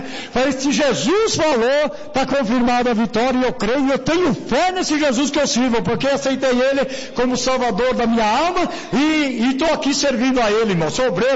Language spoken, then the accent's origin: Portuguese; Jundiaí, São Paulo, Brazil; aí veio uma irmã abençoada lá de Louveira, nós somos de Jundiaí, usada por Deus, né?